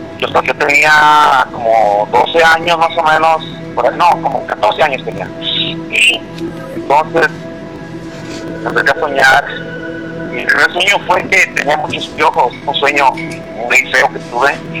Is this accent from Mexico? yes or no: yes; Michoacán, Mexico; Soy originario de Michoacán, de allá de lado de Zacámbaro, Michoacán.